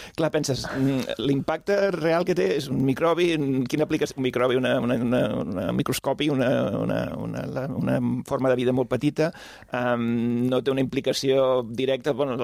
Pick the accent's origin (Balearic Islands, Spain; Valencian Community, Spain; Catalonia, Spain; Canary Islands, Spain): Catalonia, Spain; Blanes; és una cosa que passa al meu poble